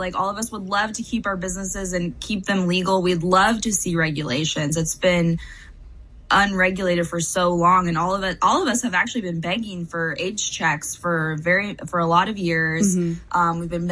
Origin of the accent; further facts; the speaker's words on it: Texas, United States; moved away as an adult; now in New York, United States; I actually moved to New York last year. So I'm coming to you from New York because I grew up in Texas